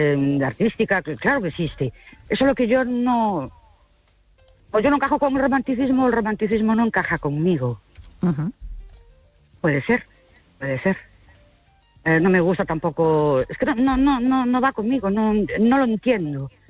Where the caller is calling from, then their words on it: Ourense, Galicia, Spain; de Ourense.